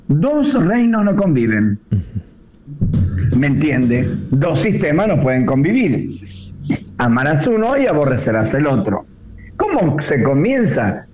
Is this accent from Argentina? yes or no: yes; Argentina; es mi deber, es mi responsabilidad como ciudadano argentino